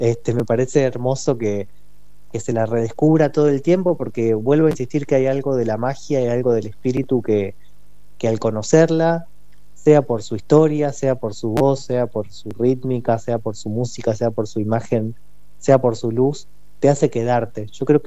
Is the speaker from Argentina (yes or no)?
yes; Argentina; lo maravilloso que somos los argentinos